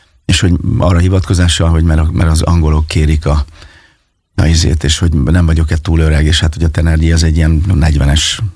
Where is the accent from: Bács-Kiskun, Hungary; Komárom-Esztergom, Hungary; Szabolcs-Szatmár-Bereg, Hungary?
Szabolcs-Szatmár-Bereg, Hungary; Fényeslitke; also born or lived in Kisvárda; Hát ugye én Fényeslétkén nőttem föl, és Kisvárdán születtem, és hát ott a megyében, ahova hívtak